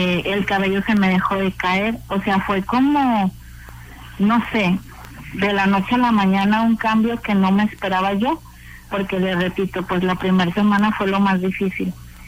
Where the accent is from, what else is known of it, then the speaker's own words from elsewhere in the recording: Ciudad Guzmán, Jalisco, Mexico; now in Los Angeles, United States; Yo soy originaria de Ciudad Guzmán